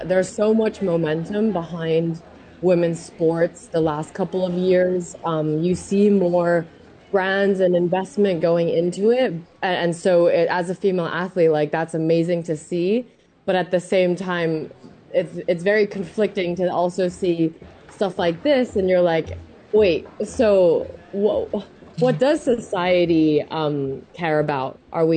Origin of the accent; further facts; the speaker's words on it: Shanghai, China; born or raised there; English is a second language